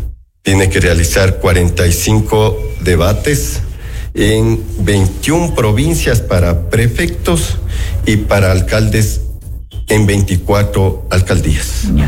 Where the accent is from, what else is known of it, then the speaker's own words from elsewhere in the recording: Ecuador; el deber cívico que tenemos que hacer como ecuatorianos